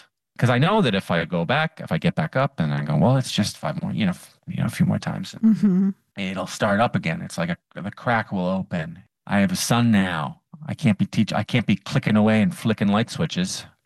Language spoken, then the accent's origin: English; Ottawa, Ontario, Canada; Ottawa, my hometown